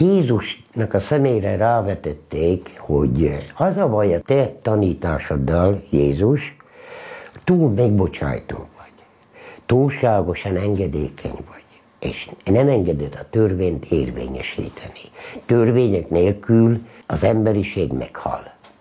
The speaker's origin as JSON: {"language": "Hungarian", "town": "Ózd", "region": "Borsod-Abaúj-Zemplén", "country": "Hungary", "tie": "born or raised there", "said": "Ezen a részen laktak a bojki cigányok. Nekünk ez volt a nevünk, hogy bojki cigányok, mert Ózon van elég sok cigántelep. De ez volt a bojki cigántelep. Itt nőttem fel 11 éves koromig"}